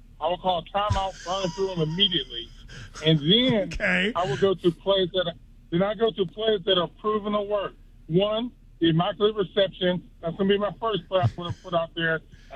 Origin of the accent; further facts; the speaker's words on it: Pittsburgh, Pennsylvania, United States; So I'm from Pittsburgh, so I know Robert Morris well.